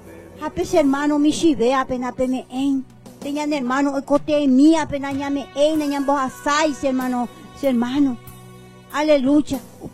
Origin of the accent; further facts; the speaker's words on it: Cuba; yo soy cubana, hermano, aleluya Jesús